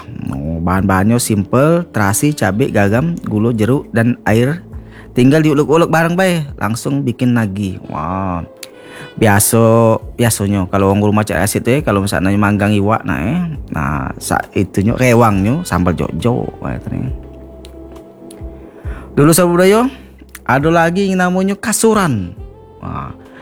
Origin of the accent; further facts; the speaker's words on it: South Sumatra, Indonesia; Jadi ujinyo asal-muasal nenek moyang wong aku ni dari Lampung dah . Pantas bae dah . Bahasa Lampung asli itu dengan aku ni mirip-mirip dah .